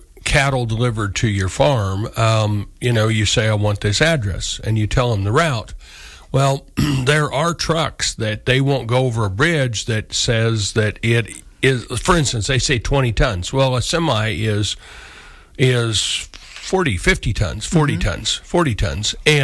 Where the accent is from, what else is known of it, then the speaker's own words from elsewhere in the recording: Morganville, Kansas, United States; Morganville, which mm-hmm. I left out, my hometown